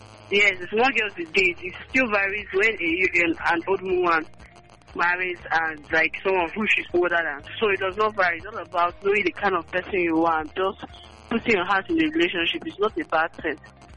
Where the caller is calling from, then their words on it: Aba, Abia, Nigeria; I'm calling from Abba.